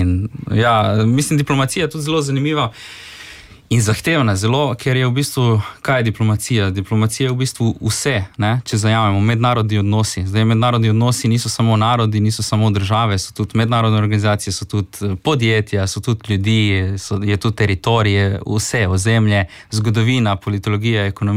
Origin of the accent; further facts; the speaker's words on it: Rijeka, Primorje-Gorski Kotar County, Croatia; Ja, evo, tako da smo očitno ti reški Slovenci, smo srečni, ne vem.